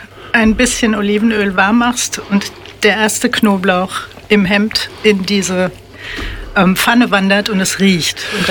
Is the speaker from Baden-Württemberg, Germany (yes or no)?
no; Offenbach am Main, Hesse, Germany; born there; Ich bin in Offenbach geboren.